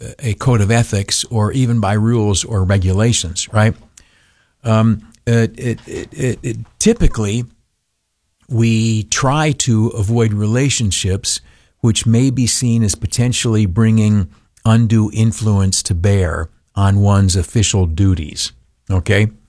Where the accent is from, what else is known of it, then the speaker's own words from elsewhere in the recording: Canisteo, New York, United States; moved away; my hometown, Canastillo, New York, down the southern tier